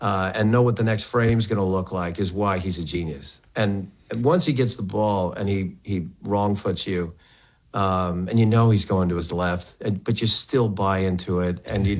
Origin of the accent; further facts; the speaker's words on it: Westlake Village, California, United States; I'm from Westlake Village, California. Wayne used to live out there.